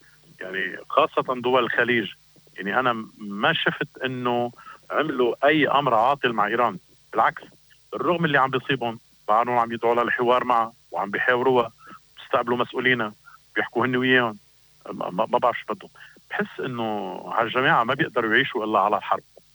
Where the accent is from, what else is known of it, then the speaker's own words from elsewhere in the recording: Lebanon; عندنا بلبنان